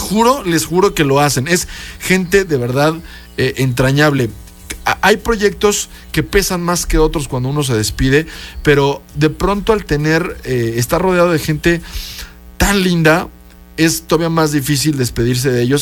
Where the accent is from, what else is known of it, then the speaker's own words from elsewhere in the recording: Puebla, Mexico; también como poblanos, aunque somos gente bien chida